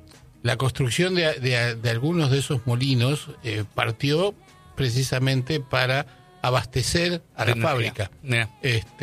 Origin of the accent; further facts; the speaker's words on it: Argentina; No somos Ruanda. Somos la Argentina y tenemos mucho para mostrar y para dar.